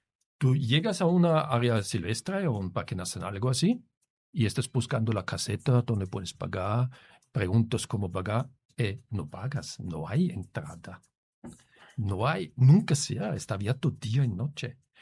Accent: Austria; Spanish is a second language; Mira, si tú vas, por ejemplo, en mi país, en Austria, ¿eh?

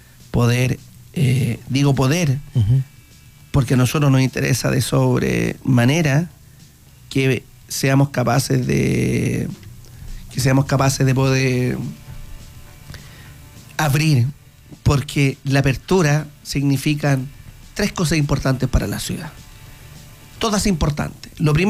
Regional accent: Linares, Maule, Chile; para los que somos de Linares

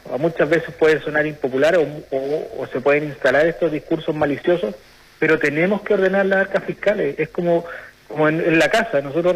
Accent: Chile

